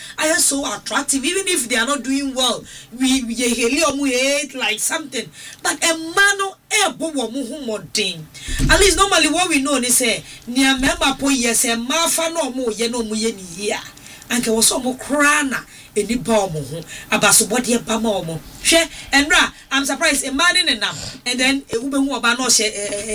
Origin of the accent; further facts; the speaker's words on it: Ghana; As a Ghanaian, as Ghanaians as we are, no, we don't support our own.